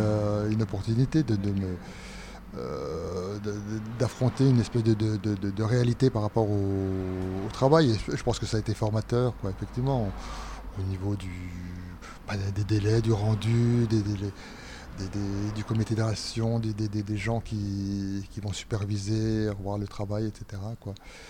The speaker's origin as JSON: {"language": "French", "town": "Besançon", "region": "Bourgogne-Franche-Comté", "country": "France", "tie": "born or raised there", "also_born_or_lived": "Lons-le-Saunier", "said": "Ouais, mais Lons-le-Saunier, j'y suis juste né, quoi. Après, j'ai grandi à Besançon."}